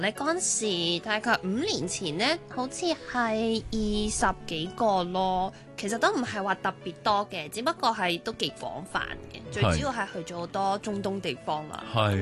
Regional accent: Taiwan; Cantonese is a second language; also born or lived in Hong Kong; 其实咧，我喺香港出世，但系咧，我由细都系喺台湾长大嘅，读书都系喺台湾嘅。咁我广东话点样学到嘅咧？系我爹哋教。

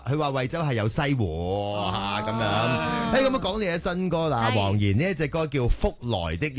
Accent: Tsuen Wan, Hong Kong; born there; 同埋點解我喺福來村度出世噶？

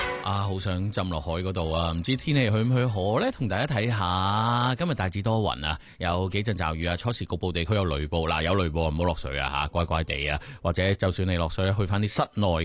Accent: Hong Kong; 作为一个香港人咧

